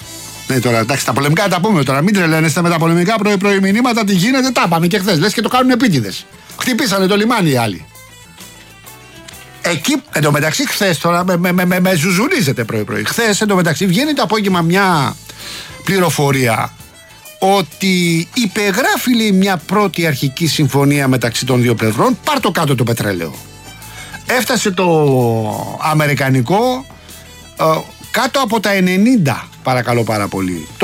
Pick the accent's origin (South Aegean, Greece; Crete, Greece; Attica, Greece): Attica, Greece; Εμείς εδώ στο Λεκανοπέδιο 17 έχει η πατρίδα μου στα ανατολικά προάστια